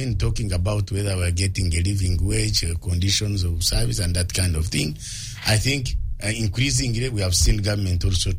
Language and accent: English; Mbarara, Western Region, Uganda; now in Kampala, Uganda; I come from Barara. I think I should be able to come from Barara and work here in Kampala, and in at 5 go home, I go to Barara and come back.